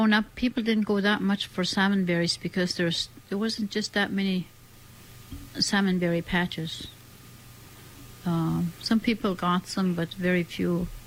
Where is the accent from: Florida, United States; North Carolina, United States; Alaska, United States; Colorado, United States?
Alaska, United States; Huslia; And in growing up in Huslia, the cranberries is right there on the hill.